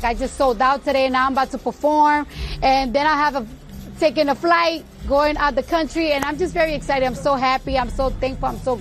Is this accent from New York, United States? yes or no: yes; New York, United States; And I'm from New York, and I must say, they have the best food in America.